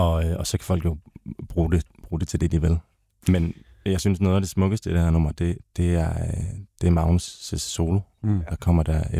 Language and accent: Danish; Slettestrand, North Denmark Region, Denmark; Altså både mig og Jon er vokset op ude på landet. Jeg er vokset op ved Slettestrand, ved, helt op ved Nordvestjylland.